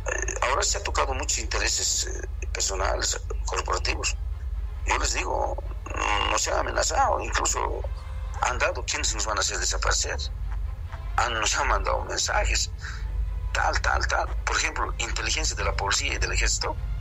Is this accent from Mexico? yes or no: no; Bolivia; llamar a la unidad de mi pueblo boliviano, del cual somos nosotros todos. Los bolivianos somos únicos